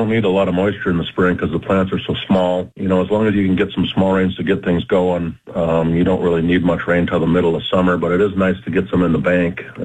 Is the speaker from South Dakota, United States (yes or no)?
yes; Bruce, South Dakota, United States; I'm from Bruce, actually, just about 15 miles northwest.